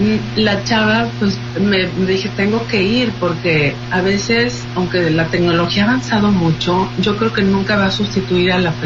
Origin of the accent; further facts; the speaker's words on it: Mexico; now in United States; pues porque soy mexicana